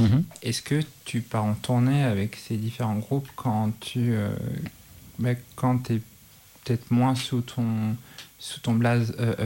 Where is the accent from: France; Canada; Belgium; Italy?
France; Nantes, Pays de la Loire; born there; now in Lyon, France; En tant que Nantais, ma ville de naissance, ça reste Nantes